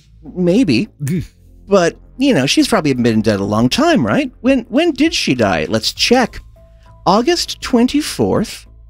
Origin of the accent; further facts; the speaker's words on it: Canada; I'm Canadian.